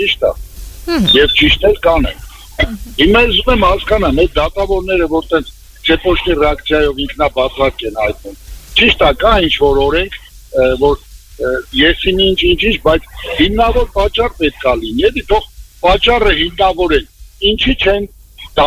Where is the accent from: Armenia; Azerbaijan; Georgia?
Armenia; Yerevan; Հիմա ես Երևանից եմ, բայց Ռաֆանից մինչև Սադախլու շինարություն եմ անում, ի՞նչ կապ ունի որտեղից։